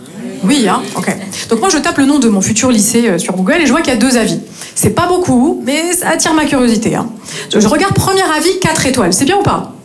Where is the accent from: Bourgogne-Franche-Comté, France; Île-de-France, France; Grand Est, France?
Grand Est, France; now in Marseille, France